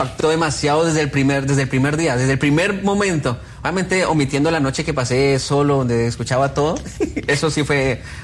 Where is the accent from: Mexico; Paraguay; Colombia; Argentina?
Colombia; Soacha, Cundinamarca; moved away; also born or lived in Bogotá; Yo soy de un pueblo llamado Soacha.